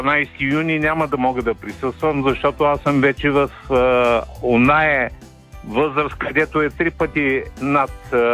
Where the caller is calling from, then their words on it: Kuklen, Plovdiv Province, Bulgaria; Живее местността Сайдере над град Куклин.